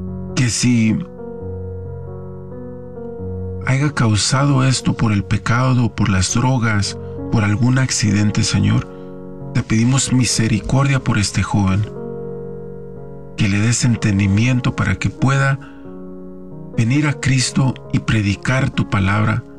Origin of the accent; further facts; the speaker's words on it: Mexico; somos mexicanos y sabemos que tenemos la sangre como los gallos, así.